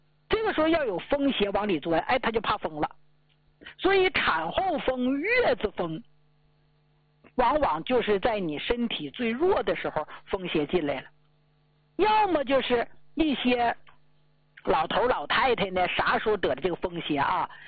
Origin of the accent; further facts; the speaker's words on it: Northeast China, China; 所以为啥出去咱们东北人，黑龙江、吉林、辽宁、内蒙啊，这都是咱们东北人吗？